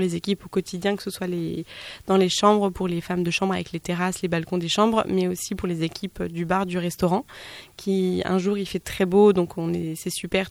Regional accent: Les Sables-d'Olonne, Pays de la Loire, France; moved away as an adult; Je suis vendéenne, donc des Sables d'Olonne. Mm-hmm. Et je suis arrivée dans la région il y a une dizaine d'années maintenant.

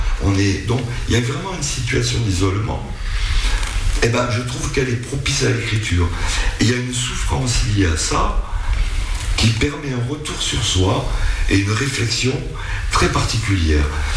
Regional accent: Occitanie, France; Parce que, bon, déjà, je suis occitan à la base. Je crois qu'on est dans le même creuset quelque part, c'est la Méditerranée.

